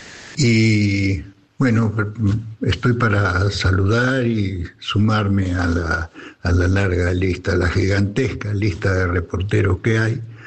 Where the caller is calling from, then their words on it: Mar del Plata, Buenos Aires Province, Argentina; tengo, sí, 80, así que … de Mar del Plata. Tengo 80 años, recién cumpliditos en enero